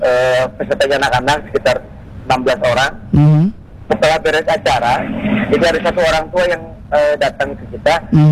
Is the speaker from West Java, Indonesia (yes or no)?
yes; West Java, Indonesia; leluhur kita orang Sunda.